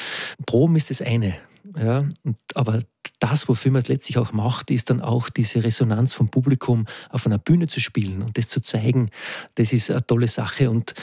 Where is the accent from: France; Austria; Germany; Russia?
Austria; Carinthia; Also ich bin in Kärnten aufgewachsen